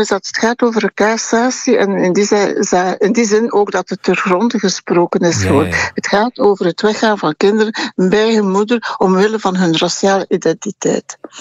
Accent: Rwanda; ik ben een metis uit Rwanda.

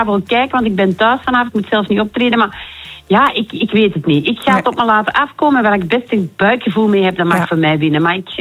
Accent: Flanders, Belgium; moest ik van hot naar haar, zoals dat bij ons in de Kempen zeggen.

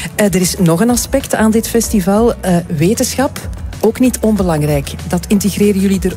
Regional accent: Antwerp, Flanders, Belgium; als Antwerpenaar

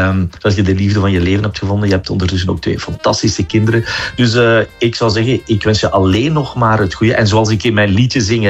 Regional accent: Flanders, Belgium; Ik ben een Vlaamse jongen

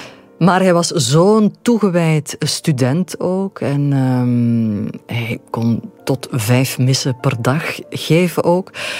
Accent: Diest, Flanders, Belgium; born there; moved away; Bon, ik ben al heel lang weg uit Diest. Ik ben in Diest geboren.

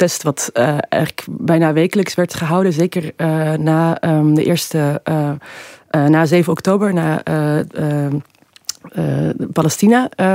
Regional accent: Amsterdam, North Holland, Netherlands; now in Brussels, Belgium; Nee, ik kom uit Amsterdam en woon in Brussel.

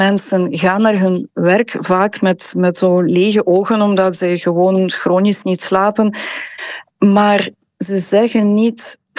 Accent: Ukraine; now in Belgium; En ik ben zelf een Oekraïense, inderdaad, ben al lang hier, maar met mijn vrienden daar, ik weet niet hoe zij dat doen.

